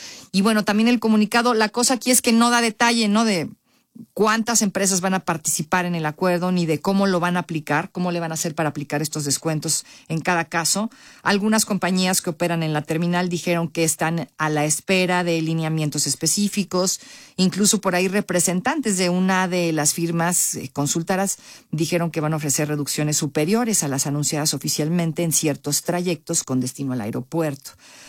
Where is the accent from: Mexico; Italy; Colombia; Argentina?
Mexico; es latino, nosotros somos mexicanos, ¿no? Y los latinos somos de clima cálido.